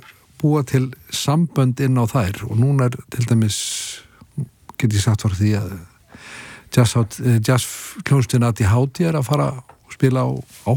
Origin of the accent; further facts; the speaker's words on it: Kópavogur, Capital Region, Iceland; also born or lived in New York; Já, já, ég elst upp í Kópavogur.